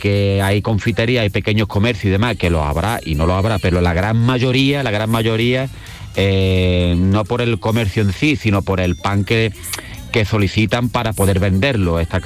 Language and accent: Spanish; Jerez de la Frontera, Andalusia, Spain; Yo soy de Jerez